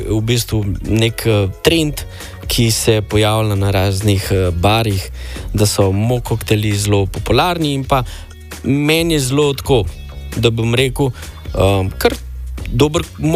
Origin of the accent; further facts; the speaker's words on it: Mengeš, Central Slovenia, Slovenia; prihajam iz Mengša